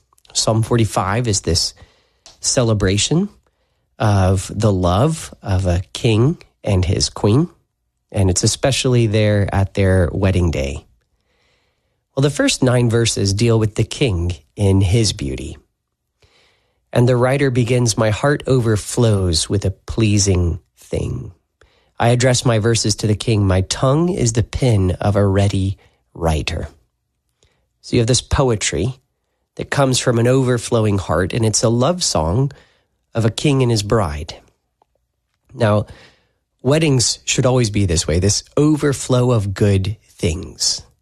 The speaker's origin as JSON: {"language": "English", "country": "United States", "said": "I much prefer being an American"}